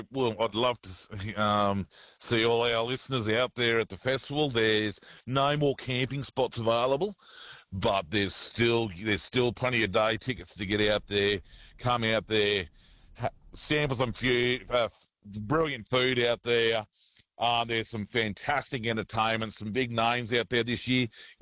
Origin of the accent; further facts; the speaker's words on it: Australia; Marin is actually my hometown.